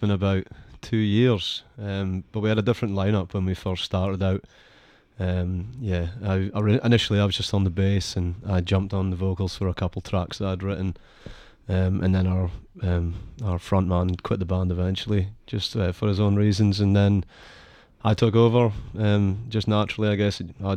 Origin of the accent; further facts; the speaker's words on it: Scotland, United Kingdom; now in Sydney, Australia; being a Scotsman, growing up on Britpop all my life.